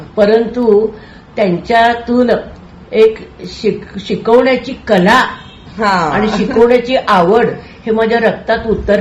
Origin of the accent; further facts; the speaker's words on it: Sangli, Maharashtra, India; also born or lived in Dingraj; घरात डिंगरजला आजी आजोबा काका काकू आणि सांगलीला शिक्षणाच्या निमित्ताने नोकरीच्या निमित्ताने माझे आई वडील राहायचे.